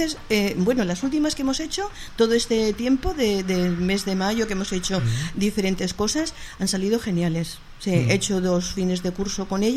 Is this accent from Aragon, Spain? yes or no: yes; Aragon, Spain; yo soy maña, ¿no? Entonces, ¿sí? En mi familia, mis hermanos cantaban jotas. Entonces, a mí me viene más la vena aragonesa si empiezo a cantar.